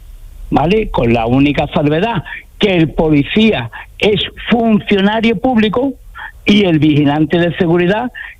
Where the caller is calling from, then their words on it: Andalusia, Spain; Estoy en la Costa del Sol.